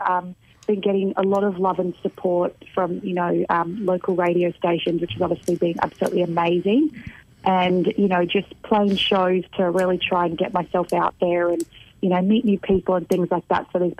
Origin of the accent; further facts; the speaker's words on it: Katherine, Northern Territory, Australia; moved away as an adult; now in Brisbane, Australia; Where I spent all of my life, essentially, before I was 18.